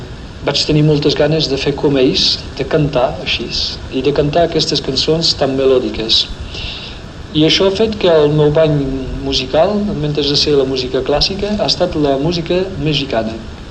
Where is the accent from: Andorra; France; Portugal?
France; Le Boulou, Occitania; also born or lived in Ascó, Tarragona, Spain; Quan era petit, al Bolú